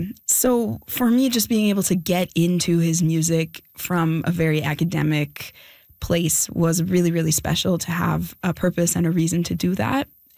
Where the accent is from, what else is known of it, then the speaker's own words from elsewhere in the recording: Winnipeg, Manitoba, Canada; I am a Canadian jazz guitarist from Winnipeg.